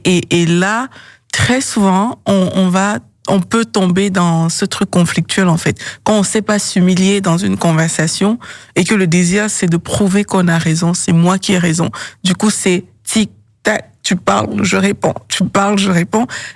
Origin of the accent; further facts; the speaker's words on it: Cameroon; moved away; moi, je viens du Cameroun, et au Cameroun, on peut parler d'une façon parfois très tic-tac, tic-tac, tic-tac, et ça peut être normal.